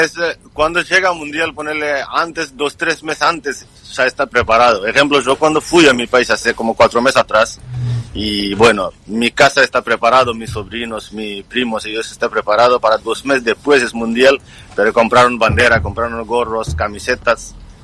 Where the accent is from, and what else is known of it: Bangladesh; Spanish is a second language; moved away as an adult; now in Buenos Aires, Argentina